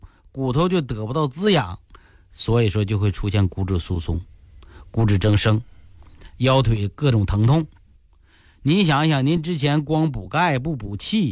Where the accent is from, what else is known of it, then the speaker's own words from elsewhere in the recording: Northeast China, China; accent: Northeastern Mandarin; 就是我们东北话叫玻璃盖膝盖